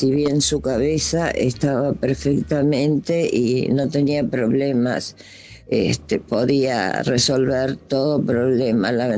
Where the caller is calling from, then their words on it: Buenos Aires, Argentina; de Flores.